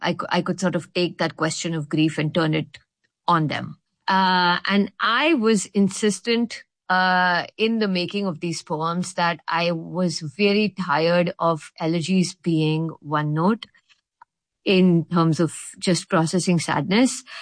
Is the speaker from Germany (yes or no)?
no; Mumbai, Maharashtra, India; moved away as an adult; now in San Francisco, United States; when I turned 30, I moved away from Bombay and came to San Francisco to study poetry in an MFA program at the University of San Francisco